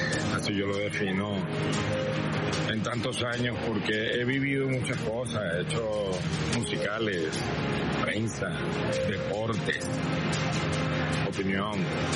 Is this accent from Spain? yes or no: no; Venezuela; mi pueblo venezolano